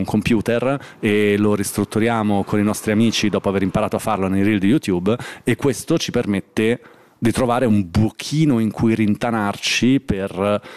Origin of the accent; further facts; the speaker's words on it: Milan, Lombardy, Italy; io sono cresciuto a Milano in una stagione in cui gli spazi di alternativa sociale, che fossero occupati, autogestiti, di ogni tipo, erano tantissimi